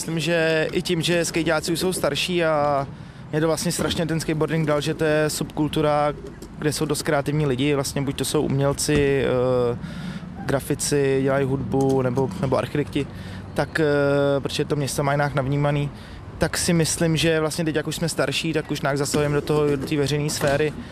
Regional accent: Prague, Czechia; já jsem vlastně z Prahy 7

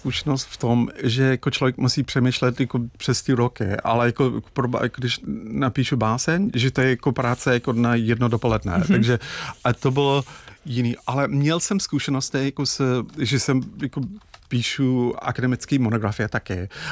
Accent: Dublin, Leinster, Ireland; Czech is a second language; moved away as an adult; now in Czech Republic; když jsem vyrůstal v Dublinu, polovina fyzického světa bylo moře.

